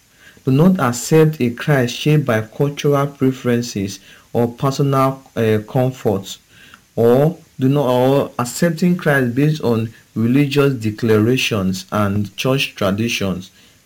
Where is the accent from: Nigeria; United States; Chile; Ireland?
Nigeria; Okada, Edo; from Okada Town, Nigeria.